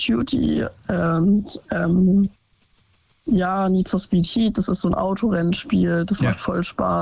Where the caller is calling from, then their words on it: Tauberbischofsheim, Baden-Württemberg, Germany; Ja. Ich komme aus Baden-Württemberg, also nehmen wir es genau aus Tauberbischofsheim.